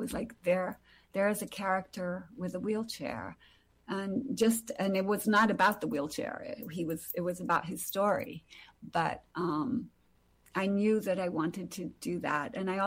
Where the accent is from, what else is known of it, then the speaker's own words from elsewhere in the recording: Brazil; I think growing up in Brazil, which is a country full of inequalities, the stark